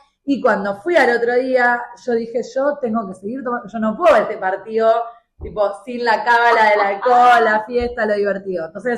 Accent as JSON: {"language": "Spanish", "country": "Argentina", "said": "Obviamente que me siento argentina, me gusta ser argentina en un montón de cosas"}